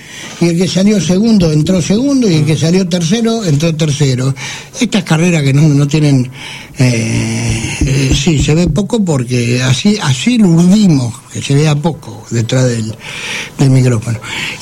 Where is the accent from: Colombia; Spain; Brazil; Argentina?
Argentina; Buenos Aires; Soy un viejo vecino de la zona, no soy de colegiales, pero soy de Villaortúzar, que está pegado al lado.